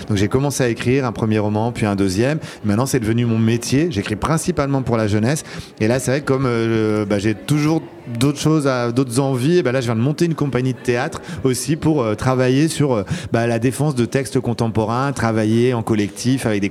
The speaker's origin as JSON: {"language": "French", "region": "Pays de la Loire", "country": "France", "said": "moi je viens du Maine-et-Loire"}